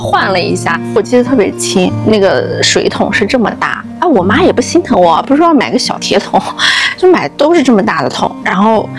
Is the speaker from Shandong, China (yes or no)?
no; Yili, Xinjiang, China; 其实我是一个土生土长的新疆伊犁农村里出来的小姑娘。